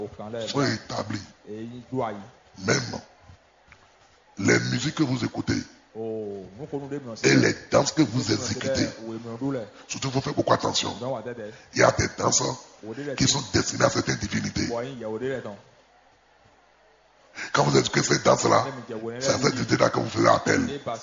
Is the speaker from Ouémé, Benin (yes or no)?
yes; Porto-Novo, Ouémé, Benin; je suis de Porto Novo